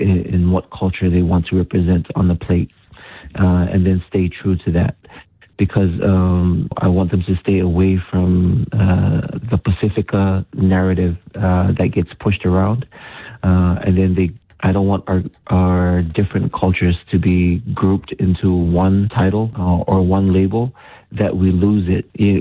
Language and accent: English; Samoa; born or raised there